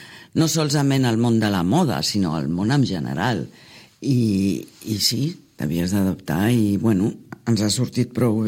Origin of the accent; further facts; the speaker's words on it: Belgium; moved away as an adult; now in Sitges, Spain; Que jo he nascut i crescut a Bèlgica. Uh-huh. I vaig conèixer el meu home i viure a Sitges amb ell, treballar junts.